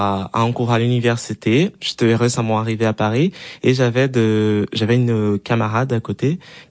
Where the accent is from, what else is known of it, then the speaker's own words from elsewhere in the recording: Brazil; French is a second language; je me suis dit, ok, c'est pour moi en tant que Brésilien, c'est un peu bizarre. Pour les autres camarades, c'était normal, mais c'était juste moi qui avait le choc. Et d'après ça, je me suis rendu compte que au Brésil, on fait pas ça au public.